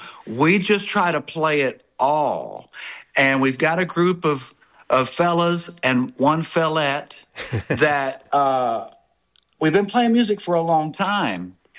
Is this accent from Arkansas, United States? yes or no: yes; Hot Springs, Arkansas, United States; 18, 19, 20 years old, and I grew up in Hot Springs